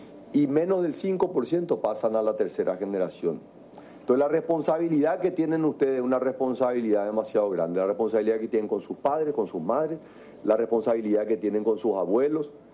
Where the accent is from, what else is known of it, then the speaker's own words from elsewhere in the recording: Paraguay; el Paraguay y los paraguayos tenemos un enorme potencial.